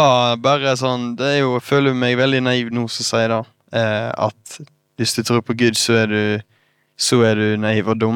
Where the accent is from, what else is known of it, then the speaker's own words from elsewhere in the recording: Øystese, Vestland, Norway; also born or lived in Bergen; Nei, ja, jeg ble født her I Bergen, men... Jeg flyttet tidlig, eller familien flyttet tidlig til Øystese, der ligger I Hardangerfjorden, litt sånn sørøst for Bergen. Når jeg var tre da, så flyttet vi der og bygde hus